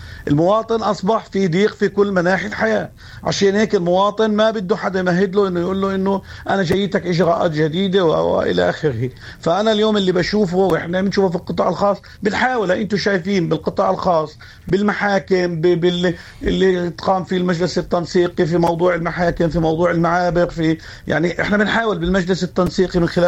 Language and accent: Arabic; Palestine; انا كمواطن فلسطيني من عايش الحاله.